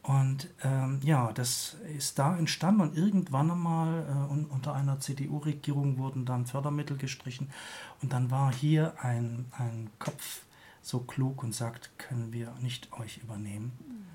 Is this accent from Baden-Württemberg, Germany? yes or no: yes; Baden-Württemberg, Germany; Ich komme selber aus der Nähe von Heidelberg.